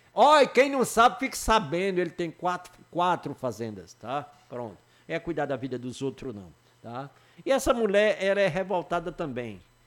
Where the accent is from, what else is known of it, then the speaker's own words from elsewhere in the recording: Brazil; eu sou brasileiro